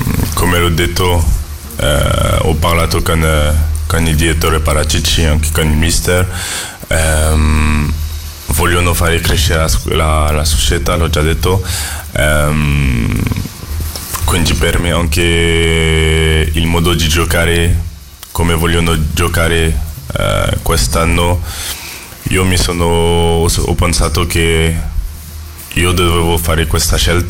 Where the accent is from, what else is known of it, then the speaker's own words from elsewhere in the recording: France; now in Florence, Italy; anche perché sono francese